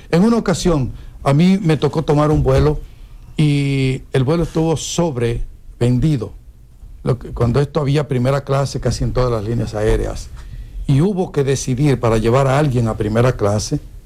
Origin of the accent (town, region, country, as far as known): Dominican Republic